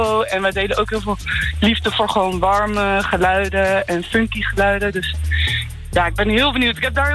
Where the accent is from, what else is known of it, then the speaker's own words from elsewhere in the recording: Rotterdam, South Holland, Netherlands; En wij komen uit Rotterdam, dus dat is ook een leuk uitstapje om een keer in Amsterdam iets te organiseren.